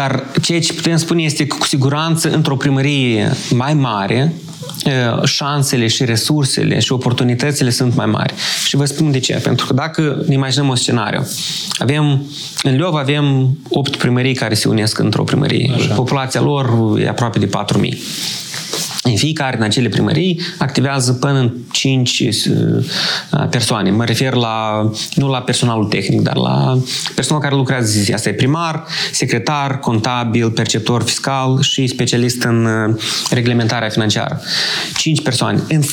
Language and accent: Romanian; Ratuș, Criuleni District, Moldova; Regiunea centru, dar oricum voi spune că sunt din Ratuș, bun, ne amalgamăm cu primăria vecină, dar oricum voi spune că sunt din satul ăsta.